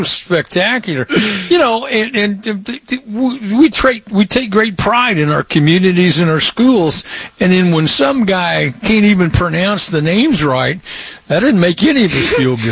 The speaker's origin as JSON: {"language": "English", "region": "Indiana", "country": "United States", "said": "So as a transplanted Hoosier, I thought you were spectacular."}